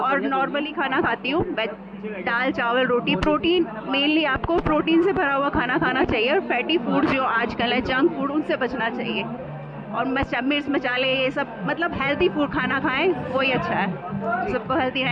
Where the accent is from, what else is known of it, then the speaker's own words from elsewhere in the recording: Ghaziabad, Uttar Pradesh, India; और मैं गाजियाबाद NCR दिल्ली से आई हूँ